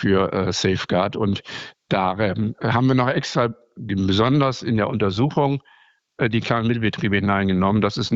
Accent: Northern Germany, Germany; Nein, also da bin ich als Norddeutscher

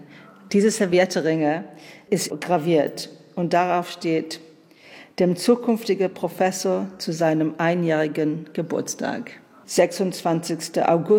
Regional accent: United Kingdom; German is a second language; now in Berlin, Germany; Ich komme aus Großbritannien

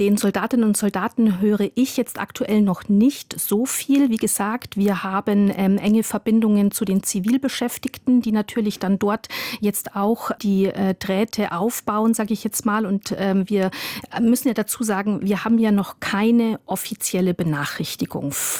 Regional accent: Weiden in der Oberpfalz, Bavaria, Germany; Also ich bin ja groß geworden in Weiden in der Oberpfalz.

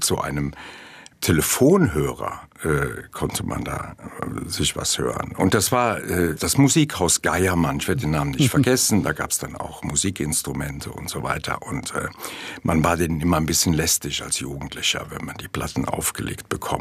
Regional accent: Mayen, Rhineland-Palatinate, Germany; Ja, in meiner Heimatstadt Mayen und in den Dörfern ringsherum sind irre viele Häuser aus Basalt gebaut, diesem anthrazitfarbenen Stein.

